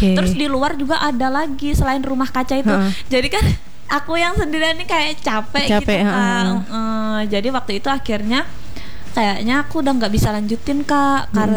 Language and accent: Indonesian; Pulang Pisau, Central Kalimantan, Indonesia; now in Palangka Raya, Indonesia; Ya, asalnya di Pulang Pisau, selama di Pulang Pisau.